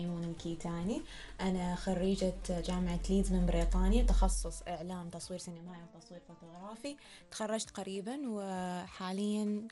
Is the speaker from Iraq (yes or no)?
no; Oman; هويتي كعمانية.